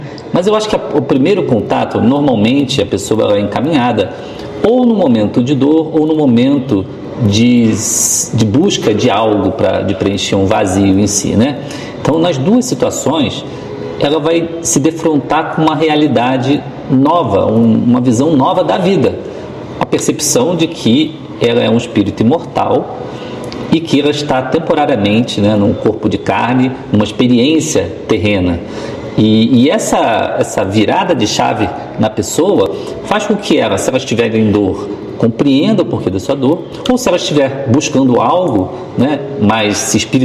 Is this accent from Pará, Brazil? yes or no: no; Rio de Janeiro, Brazil; moved away as an adult; now in São Bernardo do Campo, Brazil; eu sou carioca